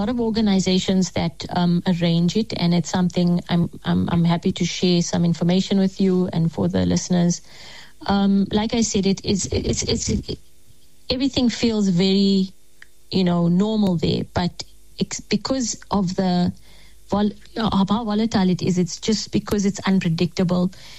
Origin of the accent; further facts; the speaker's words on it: South Africa; they'd hear I'm from South Africa.